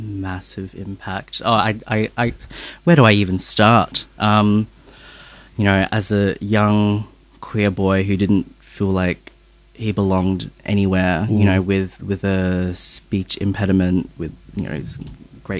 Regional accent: Adelaide, South Australia, Australia; now in Melbourne, Australia; I'm originally from Adelaide

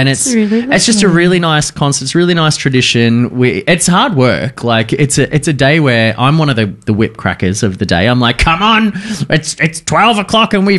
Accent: Australia; And look, we're all Aussie as they come, whatever that means.

